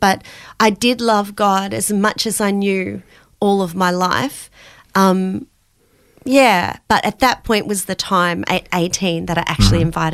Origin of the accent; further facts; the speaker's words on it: Romsey, Victoria, Australia; also born or lived in Melbourne; And I grew up in Romsey, which is about an hour out of Melbourne mm-hmm. in rural. It was beautiful.